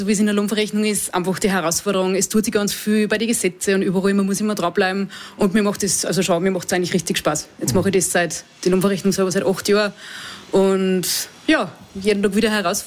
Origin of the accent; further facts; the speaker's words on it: Seekirchen, Salzburg, Austria; ich bin aus Seekirchen gebürtig und wir fahren 40 Minuten am Attersee.